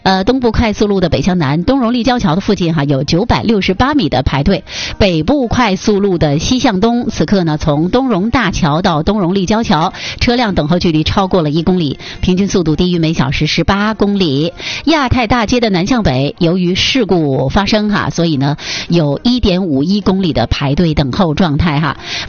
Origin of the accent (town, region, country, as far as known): Northeast China, China